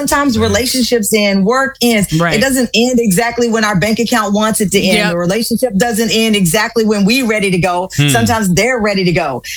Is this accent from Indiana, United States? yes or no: no; Texas, United States; I'm a Texan, so we came out like gunslingers.